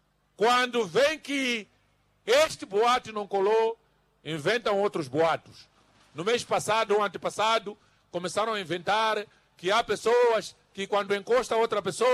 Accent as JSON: {"language": "Portuguese", "country": "Mozambique", "said": "todos nós, como moçambicanos, temos que nos unir do Ruvuma ao Maputo, do Zumbo ao Índico"}